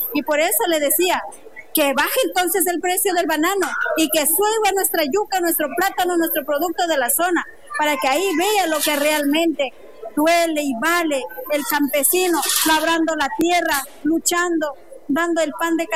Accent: Ecuador; Realmente les digo que es triste, indignante que a nosotros como ecuatorianos nos quieran engañar

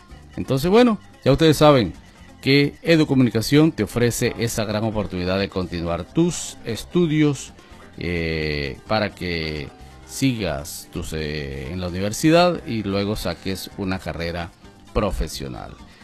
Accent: Guasdualito, Apure, Venezuela; Bueno, vamos a hablar de un personaje de mi tierra, personaje de Guasdolito. Vamos a hablar de Maro Oronoz, un exfutbolista de nuestro municipio Páez

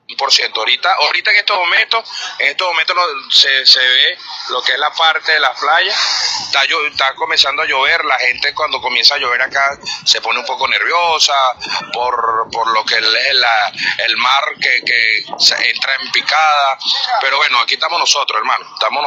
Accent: Lara, Venezuela; now in La Guaira, Venezuela; Bueno, extraño mucho mi tierra, porque si me todo está a Lara, pero...

